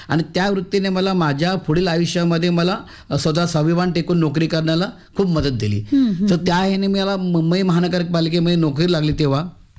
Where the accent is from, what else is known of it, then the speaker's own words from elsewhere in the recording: Mumbai, Maharashtra, India; मी ज्या भागात वाढलो, लालबाग परळ, मला माझ्या काकाने 5 वर्षात असताना मुंबईला आणलं आणि त्याने माझ्या आयुष्याला आकार दिला.